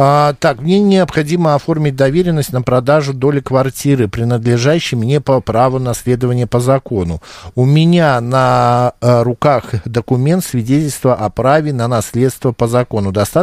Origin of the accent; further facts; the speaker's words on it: Moscow, Russia; Я москвич, сын живет на Дальнем Востоке.